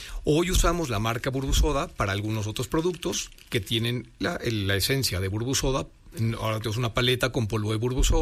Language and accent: Spanish; Puebla, Mexico; realmente como poblanos, comiendo mole, que es chocolate con salado